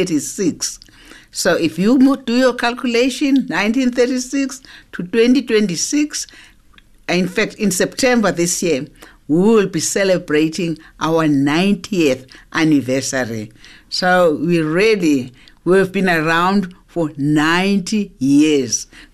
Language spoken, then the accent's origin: English; KwaZulu-Natal, South Africa; now in Benoni, South Africa; I come from KwaZulu-Natal. I'm now based here at the head office at Benoni, which is the headquarters of Healthcare Christian Fellowship International and Healthcare Christian Fellowship South Africa.